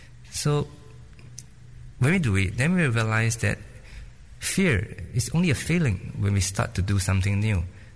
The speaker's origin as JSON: {"language": "English", "country": "Singapore", "said": "I'm from Singapore."}